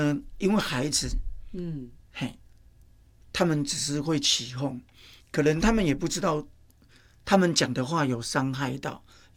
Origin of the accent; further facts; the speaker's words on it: Tainan, Taiwan; 我是在台南眷村长大，那台南眷村分很多